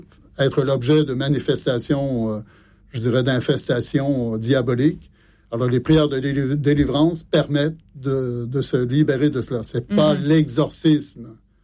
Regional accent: Montreal, Quebec, Canada; born or raised there; moved away as an adult; now in Fontenay, France

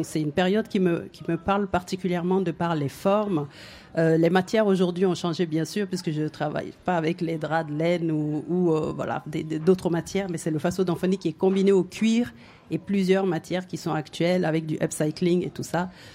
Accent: Burkina Faso; now in Paris, France; je suis burkinabé, je reprends mon identité

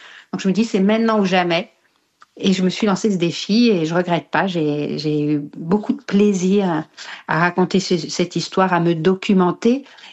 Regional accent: Brittany, France; Ben moi, je suis une Bretonne et j'adore ma région parce que justement, elle est tournée vers la mer beaucoup.

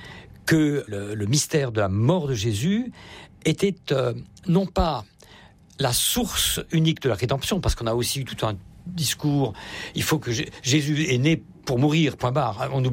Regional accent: Grand Est, France

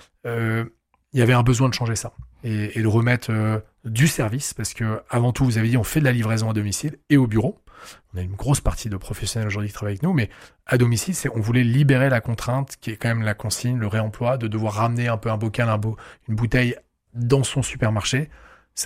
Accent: Lille, Hauts-de-France, France; On est Lillois, donc on a commencé dans le Nord.

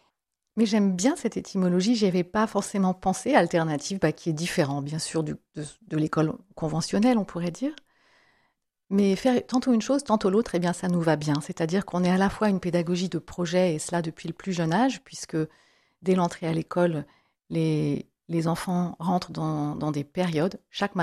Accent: Grand Est, France; also born or lived in United States

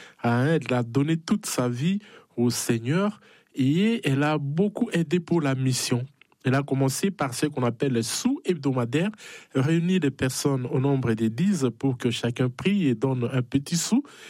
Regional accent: DR Congo; moved away; Moi d'abord, je suis congolais d'origine, de la République démocratique du Congo.

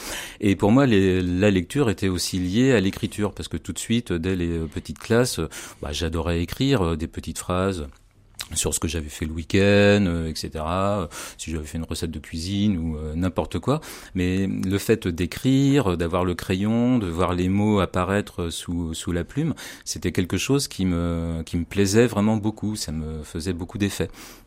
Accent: Boussay, Pays de la Loire, France; moved away as an adult; also born or lived in Nantes; now in La Roche-sur-Yon, France; Moi, j'ai grandi à Bousset, qui est une petite commune à côté de Clisson, dans le sud de la Loire-Atlantique. Mes parents avaient une ferme là-bas. Donc, je suis allé au collège à Clisson, j'ai fait mes études à Nantes

